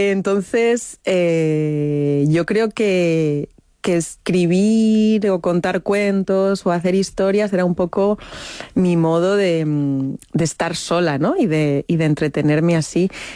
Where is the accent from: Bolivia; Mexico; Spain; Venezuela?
Spain; Madrid, Community of Madrid